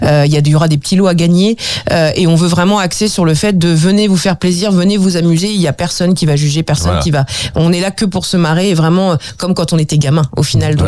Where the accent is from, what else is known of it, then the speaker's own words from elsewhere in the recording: Bernay-en-Champagne, Pays de la Loire, France; on est des enfants de la campagne, on est né ici. Moi je suis de Bernay en Champagne, était né de Vallon-sur-Gers, donc on est vraiment d'ici.